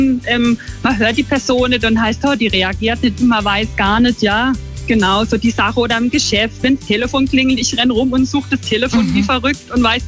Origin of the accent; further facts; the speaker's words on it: Schonach, Baden-Württemberg, Germany; ich komme aus Schonach im Schwarzwald